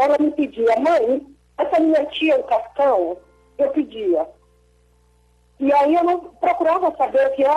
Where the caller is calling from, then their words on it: Rio Grande do Sul, Brazil; De algum lugar do Rio Grande do Sul.